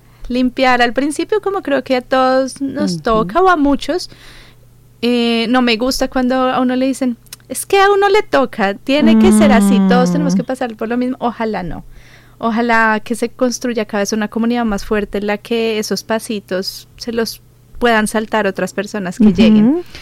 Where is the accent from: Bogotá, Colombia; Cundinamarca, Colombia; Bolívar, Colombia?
Bogotá, Colombia; moved away as an adult; now in Australia; yo soy de Colombia, de Bogotá, llegué a Australia en noviembre, este año completo 4 años.